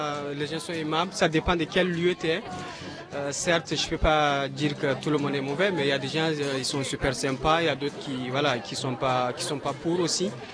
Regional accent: Chad; moved away as an adult; now in Saint-Brevin-les-Pins, France; Je suis originaire du Tchad.

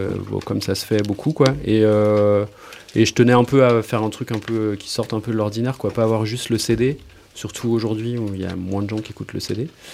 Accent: Pays de la Loire, France; Ouais, c'est là où j'ai grandi, donc ça, voilà, c'est un lieu qui m'inspire pas mal sur les textes.

